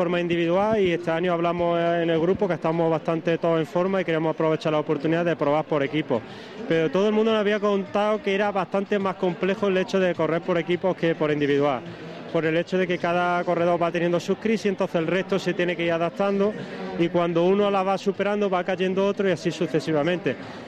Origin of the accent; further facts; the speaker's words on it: Andalusia, Spain; Somos de Bermá, de un pueblo de la provincia de Jaén.